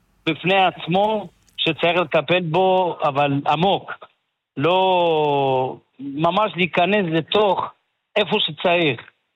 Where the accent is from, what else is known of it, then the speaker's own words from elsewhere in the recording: Iran; now in Nahariya, Israel; אני בתור יהודי, איראני